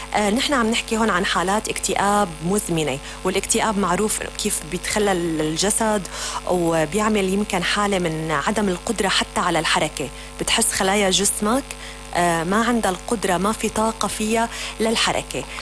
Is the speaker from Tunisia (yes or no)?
no; Syria; لانه احنا بنعرف بانه احنا كشعب سوري في علينا يمكن مرقت ظروف طبعا كتير قاسية وقاهرة